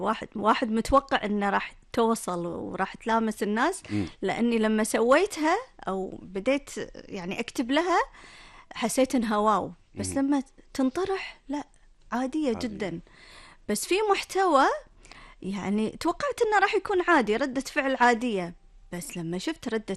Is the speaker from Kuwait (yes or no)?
yes; Kuwait